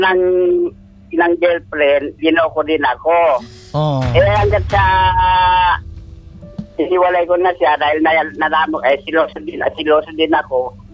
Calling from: Central Luzon, Philippines

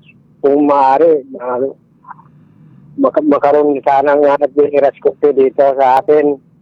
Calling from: Cagayan Valley, Philippines; Taga Sullivan po.

